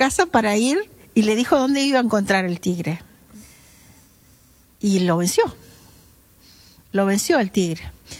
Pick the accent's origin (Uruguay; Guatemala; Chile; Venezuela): Uruguay; Salto; born there; Los dos nacimos en Salto.